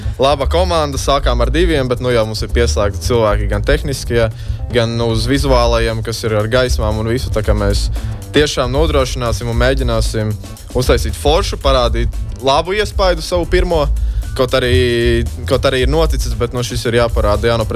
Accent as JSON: {"language": "Latvian", "town": "Liepāja", "region": "Kurzeme", "country": "Latvia", "tie": "born or raised there", "said": "mēs esam no Liepājas"}